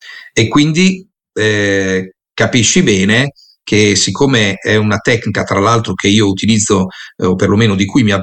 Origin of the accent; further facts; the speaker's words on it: Rimini, Emilia-Romagna, Italy; per me, che sono riminese